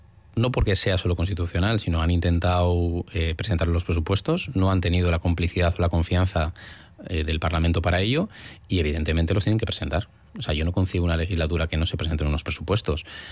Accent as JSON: {"language": "Spanish", "region": "Basque Country", "country": "Spain", "said": "yo soy una persona de orden, como buen vasco"}